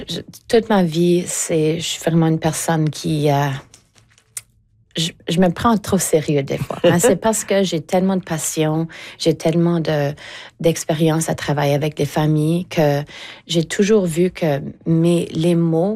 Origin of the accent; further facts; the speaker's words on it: Eastern Canada, Canada; il y a tellement une liberté d'en parler parce que je viens de l'Est du Canada.